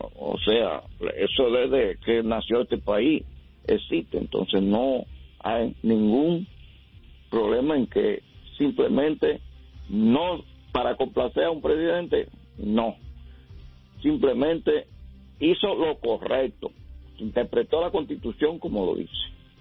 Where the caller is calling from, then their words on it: New Jersey, United States; Ya hablo desde New Jersey.